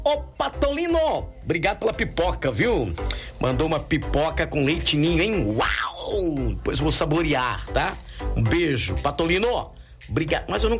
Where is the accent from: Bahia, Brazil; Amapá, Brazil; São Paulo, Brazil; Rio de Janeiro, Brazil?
São Paulo, Brazil; Descalvado; em Descalvado, minha terra querida, amada inesquecível